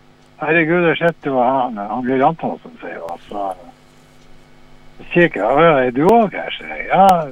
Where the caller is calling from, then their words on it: Mo i Rana, Nordland, Norway; Jeg er nå fra Moirana.